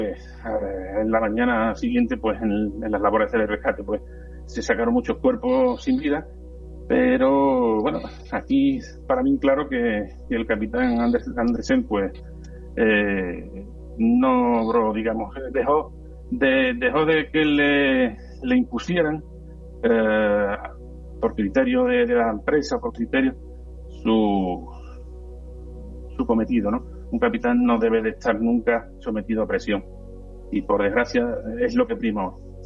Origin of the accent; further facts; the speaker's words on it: Cádiz, Andalusia, Spain; yo soy de Cádiz, pero muchas veces me escucháis y me cambia la.